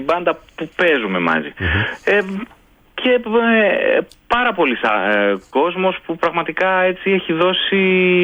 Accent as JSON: {"language": "Greek", "town": "Langadas", "region": "Central Macedonia", "country": "Greece", "moved": "yes", "lives_now": "Athens, Greece", "said": "τα τελευταία χρόνια να ζω στην Αθήνα λόγω της δουλειάς ας πούμε, αλλά η καταγωγή μου είναι από το Λαγκαδά της Θεσσαλονίκης"}